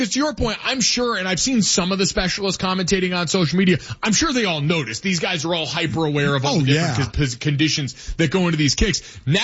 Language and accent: English; Northeast, United States; we grew up in the Northeast.